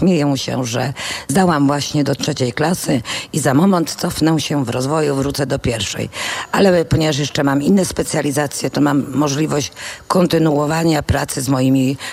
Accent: Łódź, Łódź Voivodeship, Poland; born there; moved away as an adult; now in Warsaw, Poland; Kiedyś pracowałam w Łodzi, bo jestem łodzianką z wykształcenia i z miejsca urodzenia.

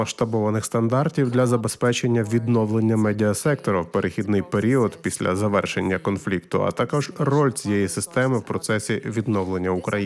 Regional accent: Bulgaria; Я родом з Болгарії, можу сказати, що Росія використовує такі методи вже понад 100 років.

